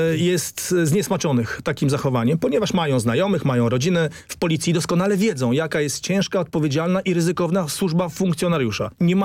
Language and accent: Polish; Grudziądz, Kuyavian-Pomeranian Voivodeship, Poland; ja jestem z Grudziądza